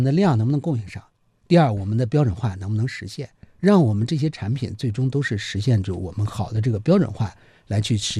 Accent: China

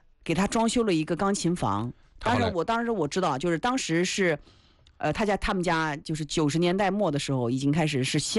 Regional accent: Hefei, Anhui, China

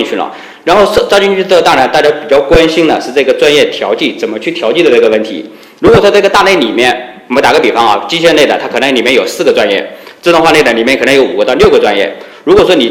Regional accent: southern China, China; now in Northeast China; 因为我老家是南方的，

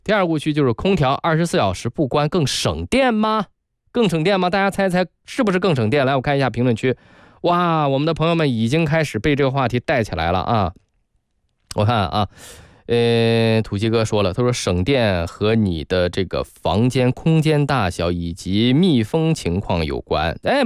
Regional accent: Tai'an, Shandong, China; moved away; 因为我是从小在山东长大的，就这一点我很明白。山东呢，这个我们那个城市是泰安啊，是一个旅游城市，三线的，是一个三线城市。

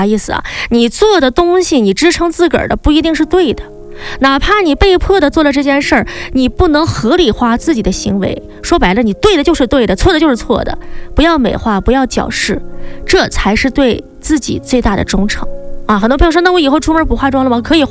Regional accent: China; 我们中国人最朴素的价值观

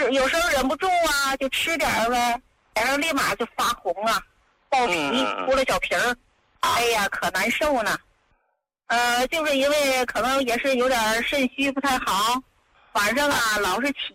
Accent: Hebei, China; now in Beijing, China; 我今年呢60多岁了，我是河北人、现在呀、是在北京给闺女带孩子呢。

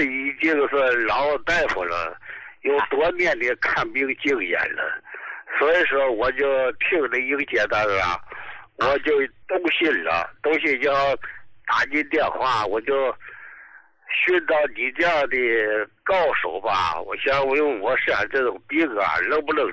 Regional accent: Dalian, Liaoning, China; 我是大连的哈，就在医大二院的

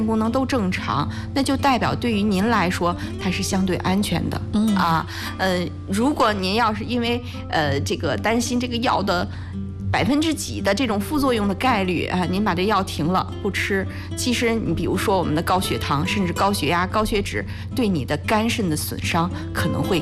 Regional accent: China

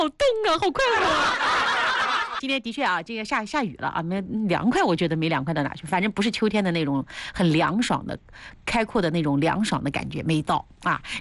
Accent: Tongling, Anhui, China; moved away as an adult; now in Hefei, China; 我住在桃花镇，兄弟，我老家是铜陵的，我是铜陵人啊。然后呢，高中毕业以后就到合肥了，就是高中毕业考上大学就到合肥了，然后后面30多年都在合肥啊。我93年就到合肥了

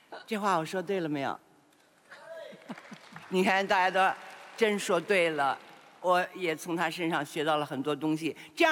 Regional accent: Qingdao, Shandong, China; 我跟唐老师是青岛老乡，我们俩是在同一个医院出生的，我们的初中我们的高中都是在一个学校读的。

